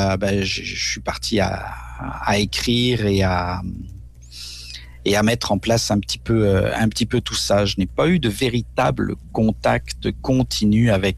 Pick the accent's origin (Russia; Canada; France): France; born there; moved away; je suis français d'origine, donc j'ai pas mal baigné là-dedans plutôt.